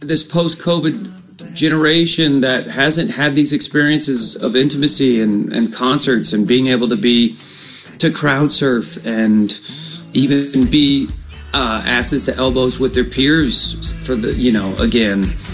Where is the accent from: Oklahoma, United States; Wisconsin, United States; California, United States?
Oklahoma, United States